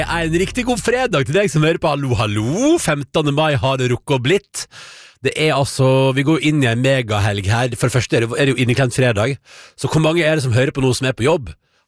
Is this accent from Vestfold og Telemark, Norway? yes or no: no; Førde, Vestland, Norway; Da jeg vokste opp i Førde, så var først 17. mai var først barnas dag